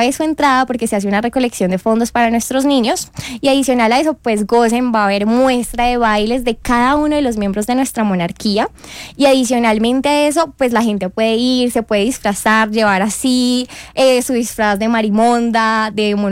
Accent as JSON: {"language": "Spanish", "region": "Bogotá", "country": "Colombia", "said": "Yo soy de acá de Bogotá."}